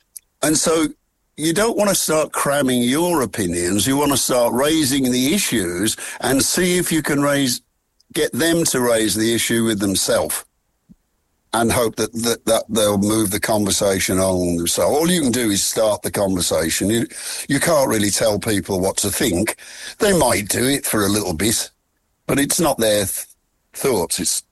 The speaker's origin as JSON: {"language": "English", "region": "Midlands", "country": "United Kingdom", "tie": "born or raised there", "said": "I wasn't much for the industrial blight of growing up in the Midlands. I was one of the many asthmatics."}